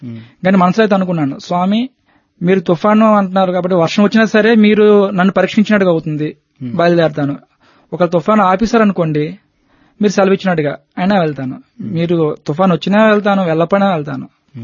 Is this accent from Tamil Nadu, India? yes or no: no; Srikakulam district, Andhra Pradesh, India; moved away as an adult; now in Visakhapatnam, India; యాక్చువల్గా మాది శ్రీకాకుళం డిస్ట్రిక్ట్ కోడుమల్ల మండలం. అక్కడ నుంచి నా చదువంతా అయింది. తర్వాత నా ఉద్యోగ రీత్యా విశాఖపట్నం 97లో రావడం జరిగింది. అక్కడ నుంచి విశాఖపట్నంలో స్థిరపడడం జరిగింది.